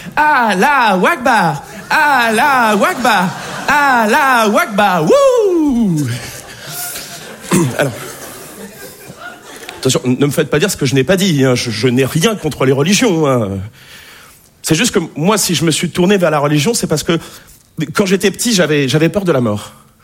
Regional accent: Nouvelle-Aquitaine, France

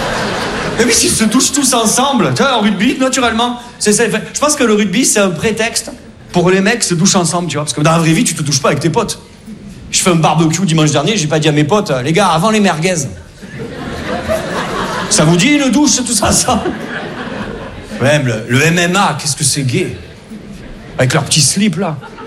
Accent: Perpignan, Occitanie, France

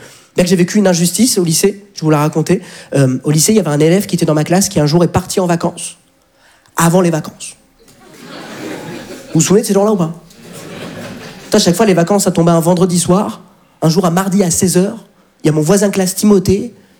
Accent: France; Je lui dis, mais papa, mais on est de France.

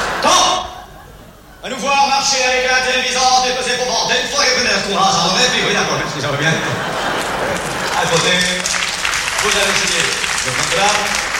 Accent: Belgium; Je suis belge, monsieur, oui.

